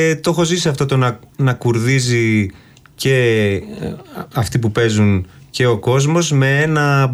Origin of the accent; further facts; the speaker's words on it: Serres, Central Macedonia, Greece; εγώ είμαι επίσης από τις Σέρρες, από ένα χωριό που γίνεται μια γιορτή κάθε Σεπτέμβρη